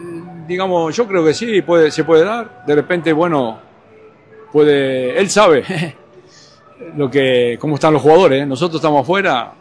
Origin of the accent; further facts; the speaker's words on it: Uruguay; now in Luxembourg; soy de Uruguay, pero estoy viviendo en Luxemburgo.